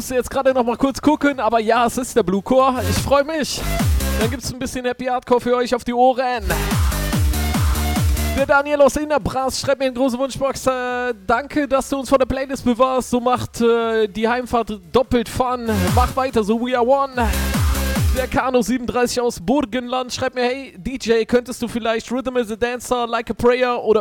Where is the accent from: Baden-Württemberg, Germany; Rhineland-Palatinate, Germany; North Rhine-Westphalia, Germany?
North Rhine-Westphalia, Germany; Herzogenrath; aus Herzogenrath, meine Heimatstadt.